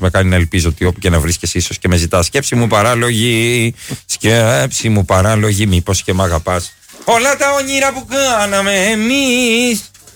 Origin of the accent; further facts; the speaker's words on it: Peristeri, Attica, Greece; Μεγαλώσαμε μαζί στο Περιστέρι.